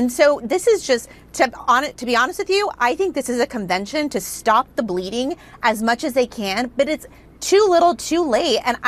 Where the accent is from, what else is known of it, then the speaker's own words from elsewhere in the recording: Texas, United States; And in my home state of Texas, where actually my sister is running for governor there, where that convention is taking place